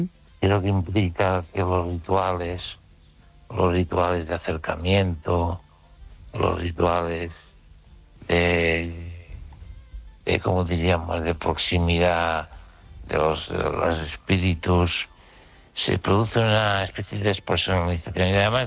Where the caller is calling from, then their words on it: Catalonia, Spain; desde Cataluña.